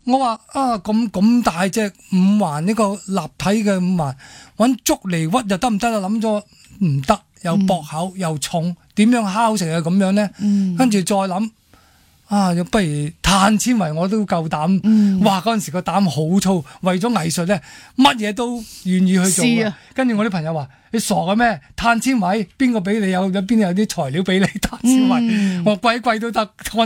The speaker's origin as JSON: {"language": "Cantonese", "country": "Hong Kong", "said": "我哋嚟自香港"}